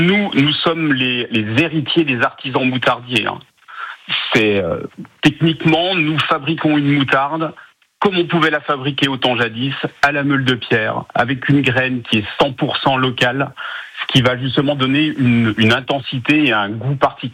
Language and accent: French; Bourgogne-Franche-Comté, France; je suis jurassien